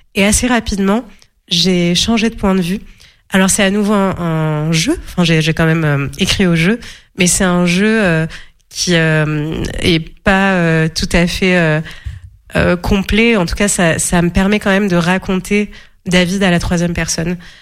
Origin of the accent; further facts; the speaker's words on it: Morocco; now in France; quant au Maroc, effectivement, j'habite en France maintenant. Je retourne au Maroc très régulièrement, puisque toute ma famille vit au Maroc, mes parents, enfin, toute ma famille proche.